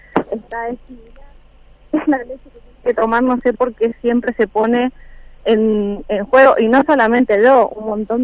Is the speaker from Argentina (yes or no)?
yes; San Martín, Mendoza, Argentina; No, yo soy de acá, de San Martín.